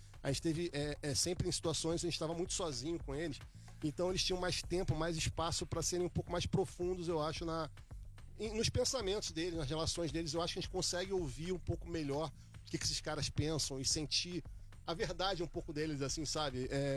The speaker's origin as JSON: {"language": "Portuguese", "country": "Brazil", "said": "Não importa quem está ali dentro, isso é muito emocionante para a gente como brasileiro."}